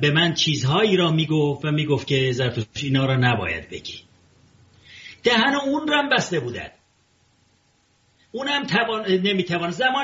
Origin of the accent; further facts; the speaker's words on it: Ardabil, Ardabil Province, Iran; مانند من اردبیلی هستم،